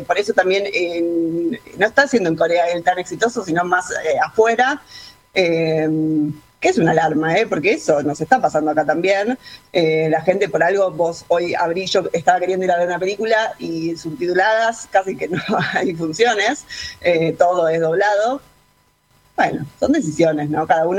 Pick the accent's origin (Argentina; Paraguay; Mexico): Argentina; acá yo creo que un poco nos toca como argentinos